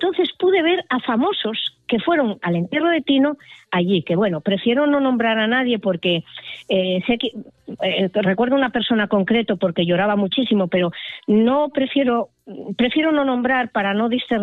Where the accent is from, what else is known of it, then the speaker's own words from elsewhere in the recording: Tudela Veguín, Asturias, Spain; moved away; a cualquiera que nacimos en Tudela Beguín